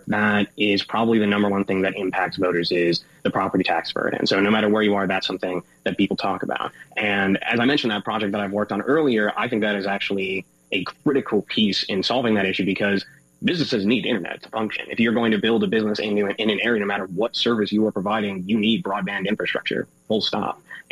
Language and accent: English; Oswego, Illinois, United States; So I grew up here in Kendall County. Oswego is my hometown. I went to Oswego High School.